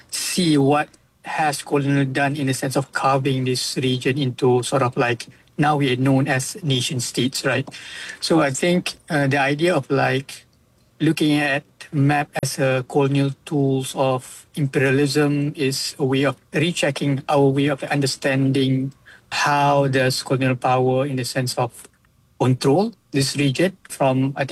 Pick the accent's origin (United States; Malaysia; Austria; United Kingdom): Malaysia; we as a Malaysian or as a Southeast Asian